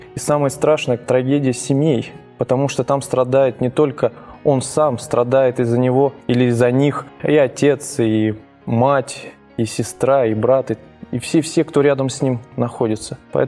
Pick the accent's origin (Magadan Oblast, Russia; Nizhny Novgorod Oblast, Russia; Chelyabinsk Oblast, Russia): Nizhny Novgorod Oblast, Russia; Nizhny Novgorod; Ну, я родился в большом городе, город Нижний Новгород. Родился в обычной семье.